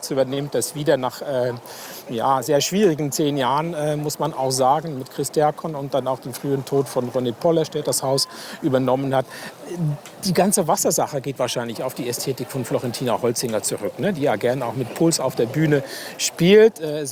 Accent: Berlin, Germany; als Berliner

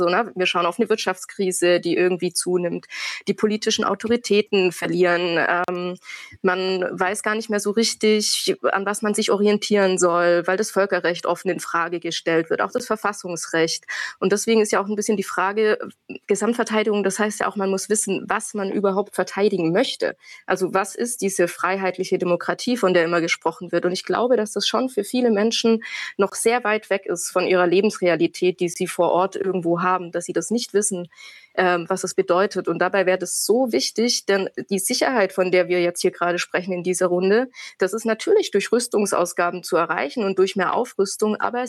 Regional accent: Baden-Württemberg, Germany

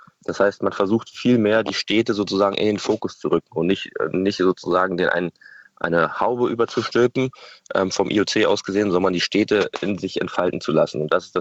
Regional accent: Berlin, Germany; ich bin Berliner

